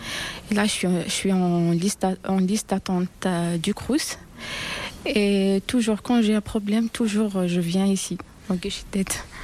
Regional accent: Algeria; moved away as an adult; now in Orléans, France; D'Algérie. Alors, dès mon arrivée en France, je ne connais personne ici à Orléans.

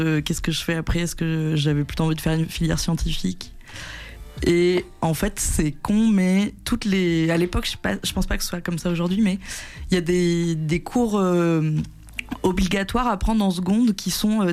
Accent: Brézins, Auvergne-Rhône-Alpes, France; also born or lived in Voiron; Non, moi, je suis née à Voiron, j'ai grandi. J'étais à l'école primaire de mon village à Brezin.

